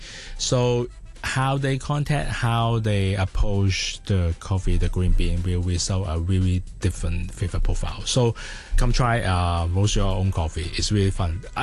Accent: Hong Kong; it's in Hong Kong, mm-hmm. my hometown.

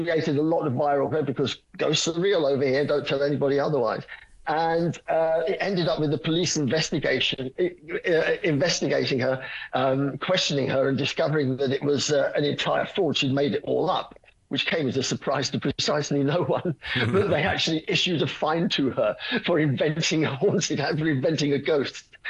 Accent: England, United Kingdom; except, I have to say, as an Englishman, what I would call tea.

